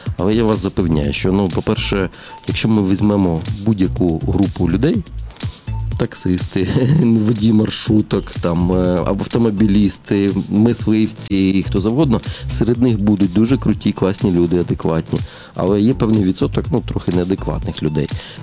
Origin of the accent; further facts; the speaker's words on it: Kryvyi Rih, Dnipropetrovsk Oblast, Ukraine; now in Kyiv, Ukraine; Я народився і виріс в Кривому Розі, але я вже багато років живу в Києві.